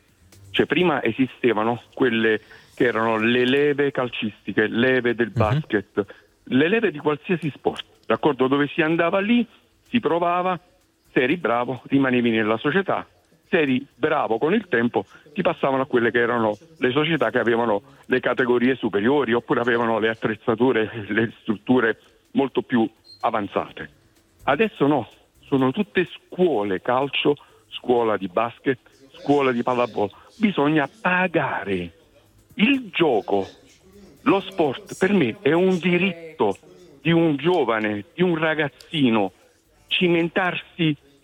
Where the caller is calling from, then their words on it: San Giorgio a Cremano, Campania, Italy; Da Napoli